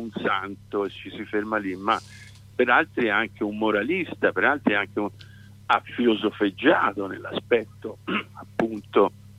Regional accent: Pescia, Tuscany, Italy; perché io e la mia signora, che siamo i presidenti, siamo di Pescia, e quindi è un po' come dire lavare il proprio bucato a casa propria

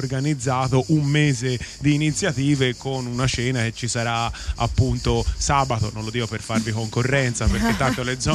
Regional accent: Florence, Tuscany, Italy; lo dico da persona che non è di Rifredi, sono di Novoli

